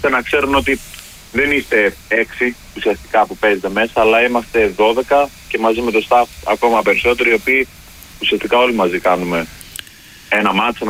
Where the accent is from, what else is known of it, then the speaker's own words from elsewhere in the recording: Greece; σαν Έλληνες είμαστε μια ομάδα